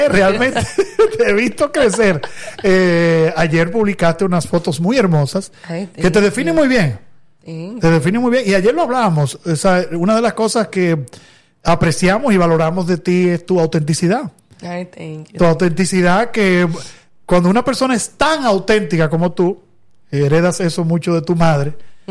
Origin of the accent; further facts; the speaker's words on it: Santiago de los Caballeros, Santiago, Dominican Republic; yo que soy de Santiago, nacido y criado en Santiago